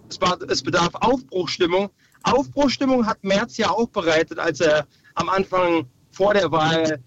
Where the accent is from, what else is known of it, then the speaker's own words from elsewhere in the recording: Wiesbaden, Hesse, Germany; Grüße in meine Heimatstadt nach Wiesbaden. Da bin ich geboren und aufgewachsen.